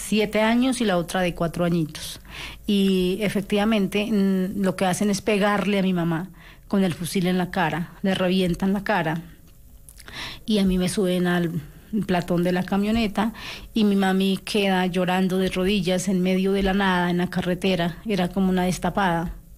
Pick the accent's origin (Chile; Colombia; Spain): Colombia; Casanare; yo soy del departamento del Casanare.